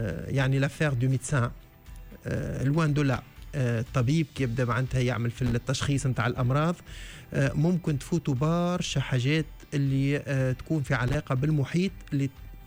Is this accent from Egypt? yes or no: no; Tunisia; واقترحوا علي ان طونك يعني بصفتي تونسي وبصفتي يعني نخدم في تونس انه ننظموا الملتقى العلمي هذا في تونس